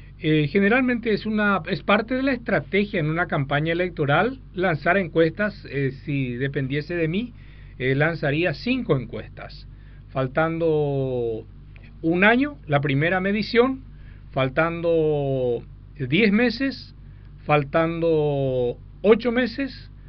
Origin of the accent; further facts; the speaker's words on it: Paraguay